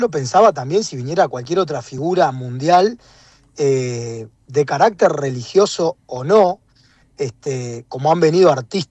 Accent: Uruguay

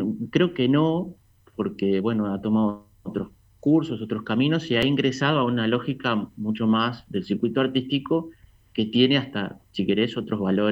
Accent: Juan Lacaze, Colonia, Uruguay; que yo soy oriundo de Juan Lacaze.

